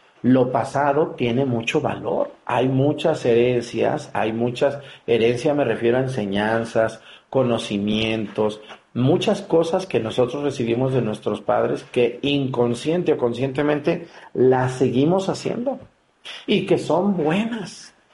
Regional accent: Mexticacán, Jalisco, Mexico; moved away; Como en mi pueblo, en Mestigacán

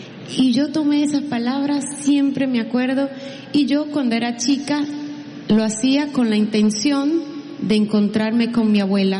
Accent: Santiago, Dominican Republic; Yo nací en Santiago, República Dominicana, que es la segunda capital de mi país, y duré 9 años viviendo ahí.

